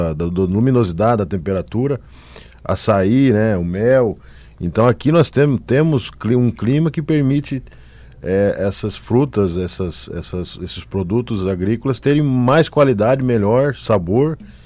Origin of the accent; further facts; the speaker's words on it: Paraná, Brazil; moved away as an adult; now in Roraima, Brazil; Eu sou do Paraná.